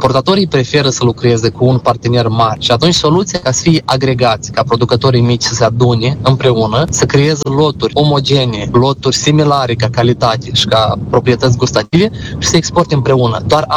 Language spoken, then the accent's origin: Romanian; Moldova